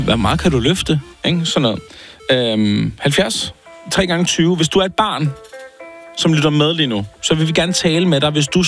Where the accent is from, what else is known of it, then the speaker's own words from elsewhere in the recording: Amager, Capital Region of Denmark, Denmark; Som en Amager-dreng